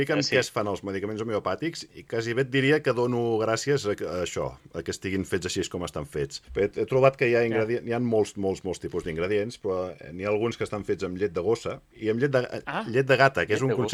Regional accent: Catalonia, Spain; els catalans tenim una forma de calcular.

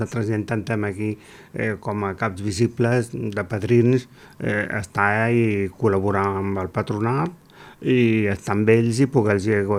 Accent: Mataró, Catalonia, Spain; moved away as an adult; now in Argentona, Spain; Soc cap gros, nascut a Mataró.

